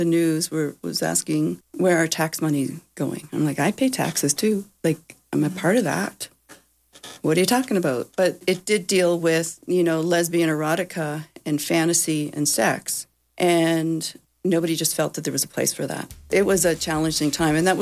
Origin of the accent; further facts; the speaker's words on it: Cape Breton, Nova Scotia, Canada; moved away as an adult; also born or lived in Halifax, Canada; now in Calgary, Canada; growing up in Cape Breton